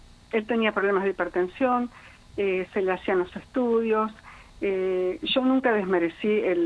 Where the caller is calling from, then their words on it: Gaiman, Chubut, Argentina; soy de Gaima.